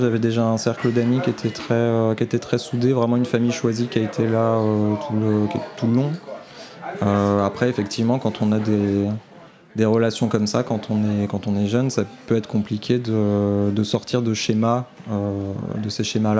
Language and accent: French; Auvergne-Rhône-Alpes, France; now in Lyon, France; Je suis parti de la région où j'ai grandi. Donc, comme vous disiez, je suis passé de la Savoie à Lyon.